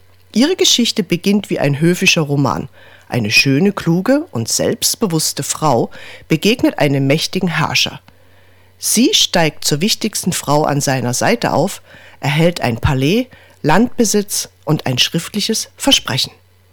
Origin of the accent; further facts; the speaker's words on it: Saxony, Germany; Für meine erste Sendung habe ich ganz bewusst ein Thema aus meiner Heimat gewählt. Denn dort, in Sachsen, steht die Burg Stolpen.